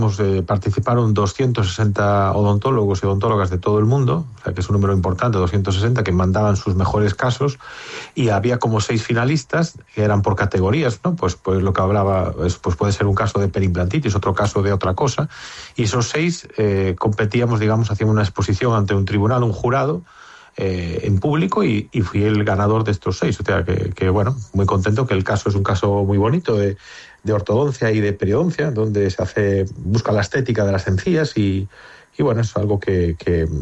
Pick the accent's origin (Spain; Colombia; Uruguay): Spain; now in Galicia, Spain; somos el primer español que consigue esto.